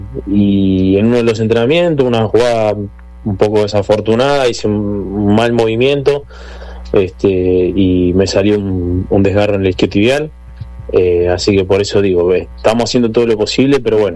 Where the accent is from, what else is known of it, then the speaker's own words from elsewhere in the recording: Argentina; moved away; realmente como argentino